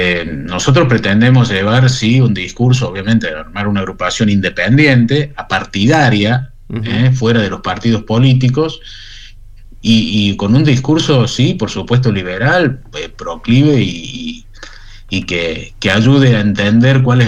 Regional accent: Córdoba, Argentina; que soy cordobés

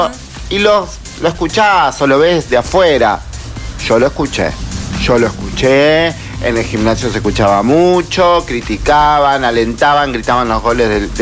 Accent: Argentina; nosotros como argentinos

